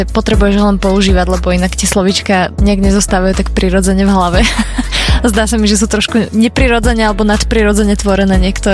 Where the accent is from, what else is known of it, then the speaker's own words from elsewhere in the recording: Bratislava, Bratislava Region, Slovakia; ja ako Bratislavčan sa ledva na východe dohovorím